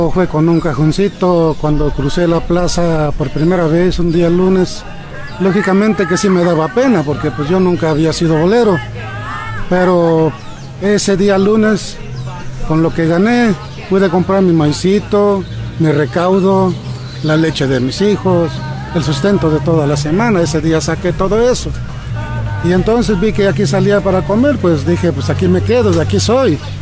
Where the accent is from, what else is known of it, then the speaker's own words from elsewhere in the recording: San Bartolo Tutotepec, Hidalgo, Mexico; born there; also born or lived in San Jerónimo, Hidalgo; nací en San Jerónimo Hidalgo en 1964, el 14 de enero. Pero de muy chico me vine de mi tierra por cosas, pues ahora sí que para buscar mejores oportunidades. Llegué aquí a San Bartolo y desde entonces me encuentro aquí. Me fui algunos días de nuestro pueblo por las necesidades como de cada quien. Pero más tarde regresé